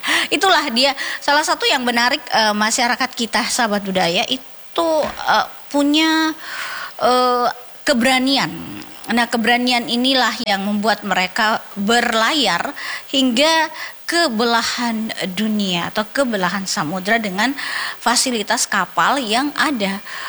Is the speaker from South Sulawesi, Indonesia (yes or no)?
yes; South Sulawesi, Indonesia; kita orang Bugis atau masyarakat Bugis Makassar Sulawesi Selatan